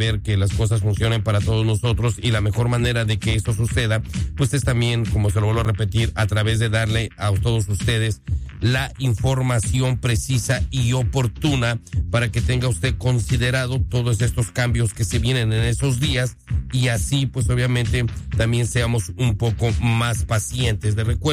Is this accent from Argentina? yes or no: no; Mexico; now in Nebraska, United States; de los hispanos que vivimos aquí en Nebraska, y en el caso del consulado que también atiende Iowa, somos mexicanos.